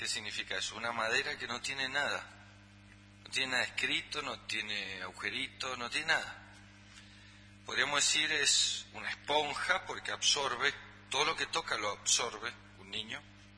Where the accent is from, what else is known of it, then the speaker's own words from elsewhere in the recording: Argentina; born there; nací en la Argentina